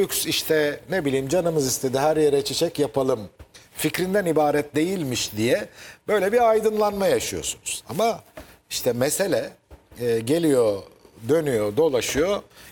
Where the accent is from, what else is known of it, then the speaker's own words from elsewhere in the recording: Sakarya, Turkey; şimdi Sakarya benim şehrim